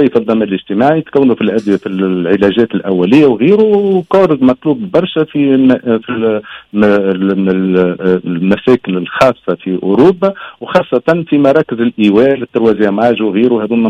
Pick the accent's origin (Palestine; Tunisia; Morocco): Tunisia